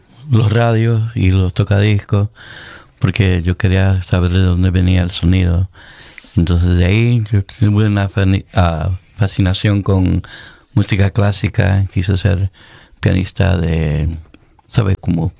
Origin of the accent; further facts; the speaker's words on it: Chicago, Illinois, United States; also born or lived in Guayaquil; Yo soy de Chicago, pero también viví en Guayaquil